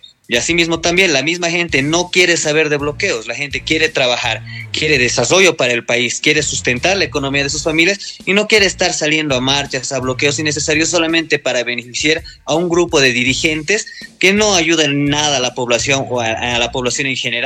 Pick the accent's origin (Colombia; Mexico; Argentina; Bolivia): Bolivia; nosotros como bolivianos ya nos hemos dado cuenta